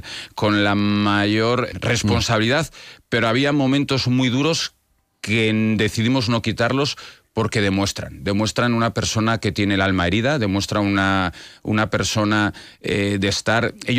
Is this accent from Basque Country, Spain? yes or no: yes; Basque Country, Spain; Me vengo a mi tierra, al País Vasco, y cada 2 días matando a gente.